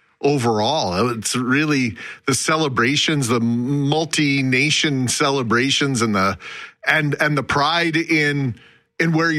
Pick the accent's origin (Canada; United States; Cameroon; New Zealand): Canada; I don't really identify with another ethnic background. I'm Canadian. That's the only thing I've ever seen myself as.